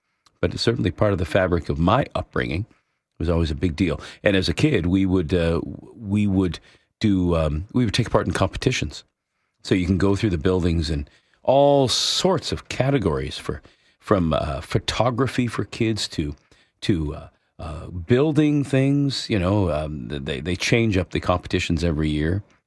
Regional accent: Ancaster, Ontario, Canada; now in Collingwood, Canada; I, however, grew up outside of Hamilton. I grew up in Ancaster.

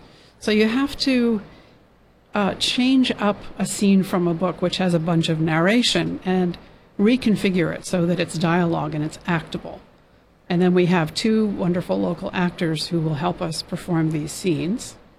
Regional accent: Tokyo, Japan; born or raised there; also born or lived in New York / Los Angeles

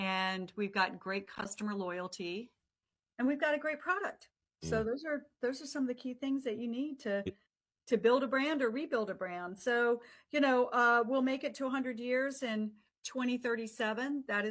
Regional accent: Eastman, Georgia, United States; It is in Eastman, Georgia. It's my hometown.

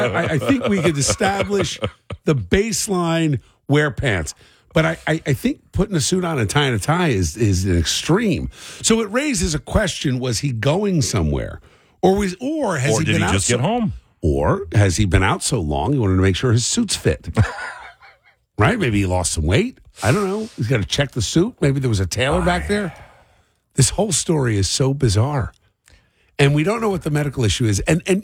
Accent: Cherry Hill, New Jersey, United States; when I was growing up in Cherry Hill

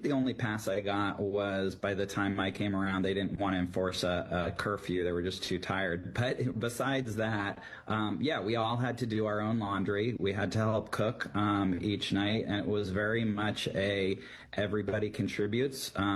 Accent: Los Angeles, California, United States; Yeah, I grew up in Los Angeles. I am the youngest of three.

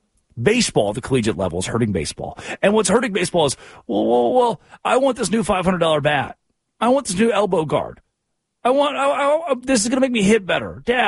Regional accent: Arkansas, United States; as an Arkansas Razorbacks fan growing up in Arkansas, it's one of my favorite products.

